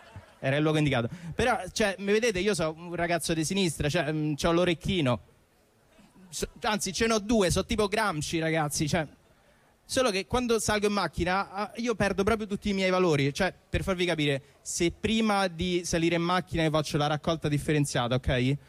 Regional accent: Rome, Lazio, Italy; alla fine io sono nato in Prati. Era il luogo giusto per dire pure questa cosa, vero? No, io sono di Prati.

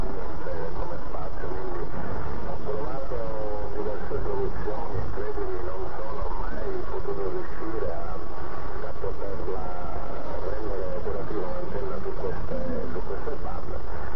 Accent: Palermo, Sicily, Italy; io sono di Palermo

